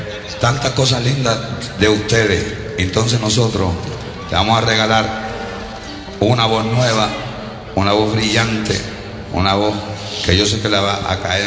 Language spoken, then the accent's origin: Spanish; Cali, Valle del Cauca, Colombia; porque nosotros somos caleños, ya.